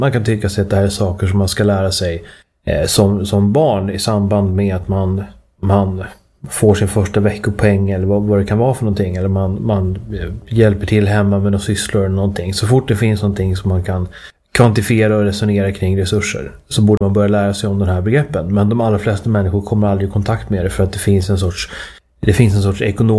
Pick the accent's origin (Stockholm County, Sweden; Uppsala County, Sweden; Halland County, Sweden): Uppsala County, Sweden; Uppsala; min hemstad Uppsala